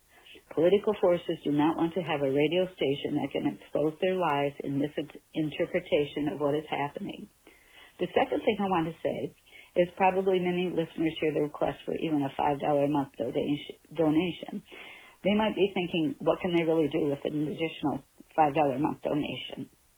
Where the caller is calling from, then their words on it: Lauderdale-by-the-Sea, Florida, United States; I'm calling back from Lauderdale-by-the-Sea, Florida.